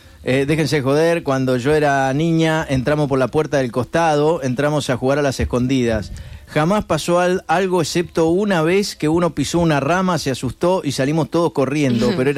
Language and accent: Spanish; San Rafael, Mendoza, Argentina; Ay, oh, soy de San Rafael, acá nieva.